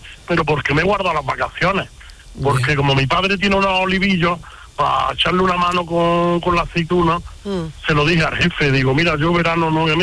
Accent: Chimenea, Andalusia, Spain; Sí, Granada capital, mi pueblo Chimenea.

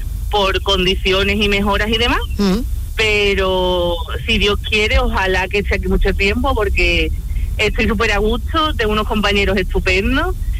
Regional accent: Carmona, Andalusia, Spain; Claro, Charo, yo entro a las 7 en Bormujos y soy de Carmona, entonces

